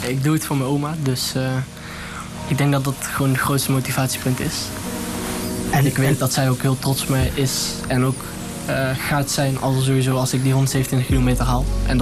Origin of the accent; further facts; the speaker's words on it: Netherlands; Ik kom zelf uit Nune.